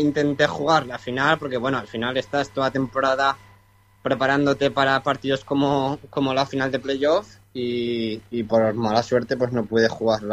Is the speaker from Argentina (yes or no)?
no; Zaragoza, Aragon, Spain; soy nací aquí en Zaragoza, capital.